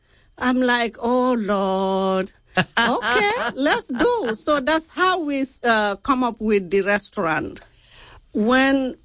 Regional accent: Gambia; moved away as an adult; now in New Orleans, United States; I'm from Gambia, West Africa

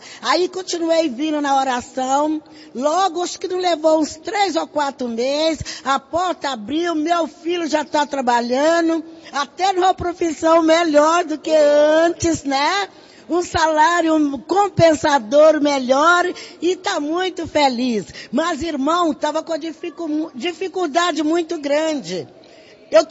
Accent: São Paulo, Brazil; Eu venho da Zona Norte, daqui São Paulo.

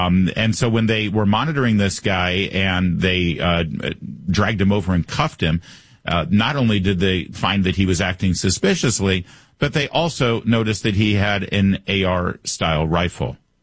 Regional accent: California, United States; I can tell you as a Californian, and most specifically as someone who is pretty familiar with the Rancho Palos Verdes South Bay area

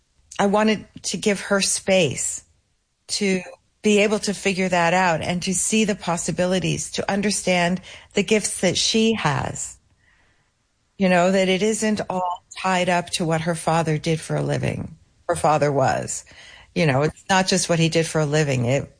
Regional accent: New Jersey, United States; born or raised there

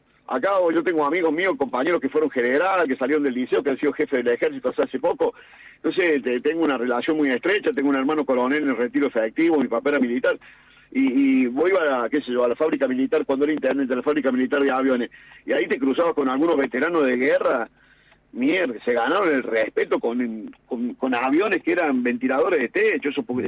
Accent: Argentina; somos los argentinos

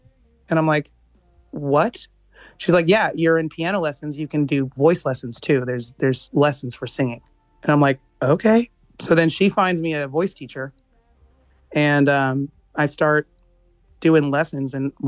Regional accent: Austin, Texas, United States; I am from Austin, Texas, the land of UT.

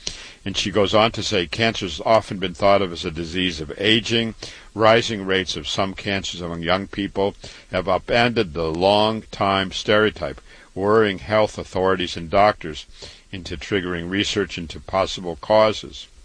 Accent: Waterloo, Iowa, United States; I was born and raised in Waterloo, Iowa.

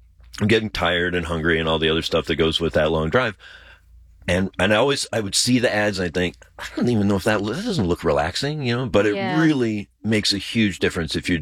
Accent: Iowa City, Iowa, United States; now in Michigan, United States; my hometown in Iowa City, Iowa

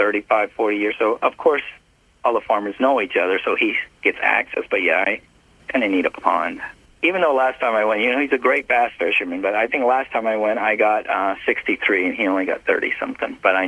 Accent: Bakersfield, California, United States; born there

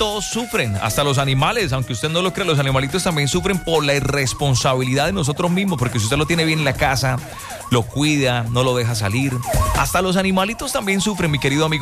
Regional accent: Colombia; Si yo soy colombiano

